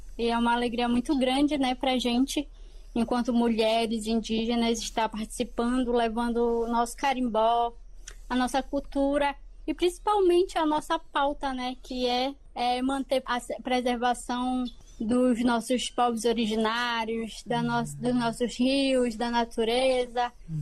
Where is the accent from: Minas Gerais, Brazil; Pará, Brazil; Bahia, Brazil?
Pará, Brazil; porque a gente é daqui do oeste do Pará, bem no finalzinho do Pará.